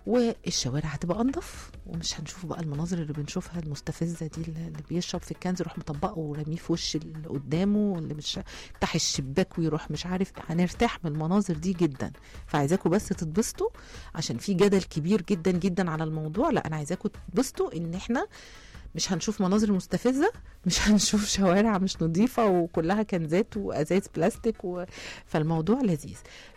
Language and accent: Arabic; Egypt; ده احنا مصريين